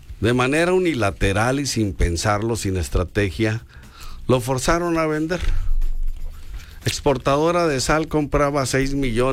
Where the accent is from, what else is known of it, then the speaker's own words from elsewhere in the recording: Mexico; si es como mexicanos, las merecemos todos